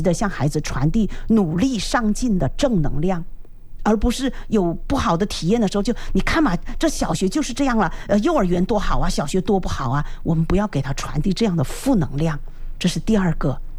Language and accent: Chinese; China; 就是我们中国人有句话，就是凡事好商量